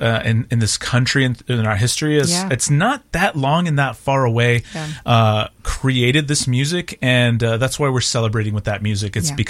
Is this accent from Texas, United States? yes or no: yes; Texas, United States; But I'm from South Texas.